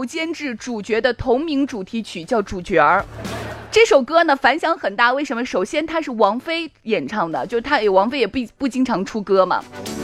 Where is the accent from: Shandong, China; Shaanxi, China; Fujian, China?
Shaanxi, China; Chang'an County; 我本人作为一个地地道道的长安县的女子，我觉得人家唱的很地道，为 … 能唱这首歌表示感谢，我作为一个陕西人特别的骄傲